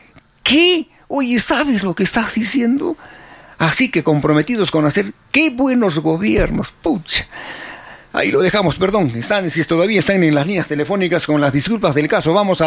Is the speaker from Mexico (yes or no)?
no; Arequipa, Peru; Somos los cholitos de Arequipa.